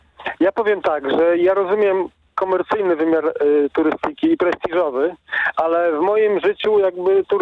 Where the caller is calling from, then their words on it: Gdańsk, Pomeranian Voivodeship, Poland; ja jestem z Pomorza, z Gdańska